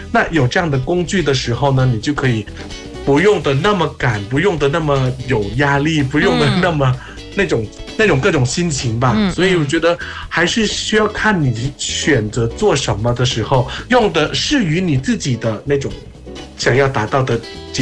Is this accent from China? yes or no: no; Thailand